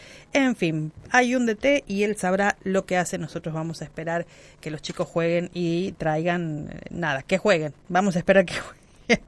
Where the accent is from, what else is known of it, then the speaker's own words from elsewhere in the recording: Argentina; como buenos argentinos que somos